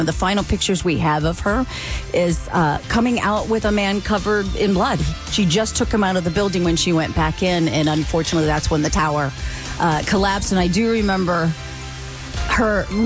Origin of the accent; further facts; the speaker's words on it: New York, United States; moved away; I'm from New York. I was home, you know, I was there that day